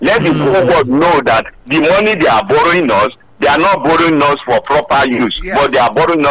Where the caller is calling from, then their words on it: Lagos, Nigeria; from AIT Road.